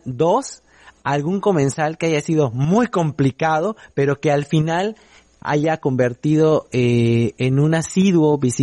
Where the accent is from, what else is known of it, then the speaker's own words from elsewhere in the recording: Campeche, Mexico; eso también nos pasa a veces a los campechanos